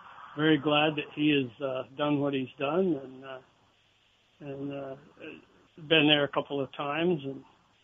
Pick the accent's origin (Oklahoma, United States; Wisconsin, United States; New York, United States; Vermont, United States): Vermont, United States; Hinesburg; I grew up in Heinsberg.